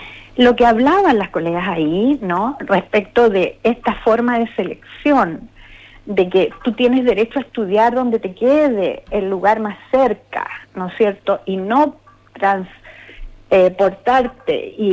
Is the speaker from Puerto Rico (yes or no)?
no; Chile